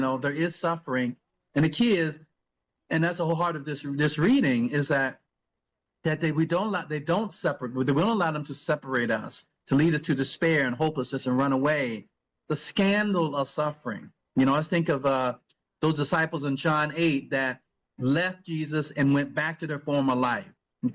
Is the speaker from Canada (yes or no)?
no; United States; growing up in the West, growing up in the United States